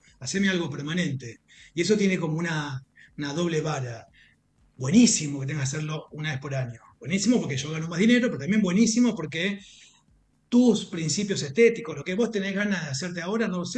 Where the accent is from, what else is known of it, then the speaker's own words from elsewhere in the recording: Buenos Aires, Argentina; paso bastante poco tiempo en mi casa, en Buenos Aires. Yo soy de Buenos Aires, tengo mi clínica ahí en Belgrano.